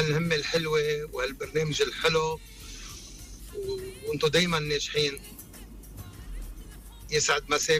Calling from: Paris, Île-de-France, France; من باريس.

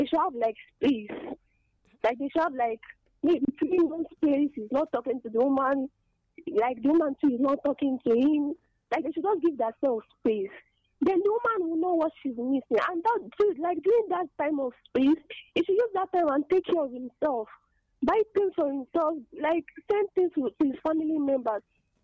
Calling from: Nigeria; I'm calling from Ubi.

